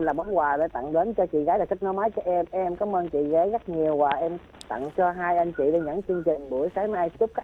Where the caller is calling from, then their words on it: Đồng Tháp, Vietnam; em đến từ Đồng Tháp mới mình đó anh chị.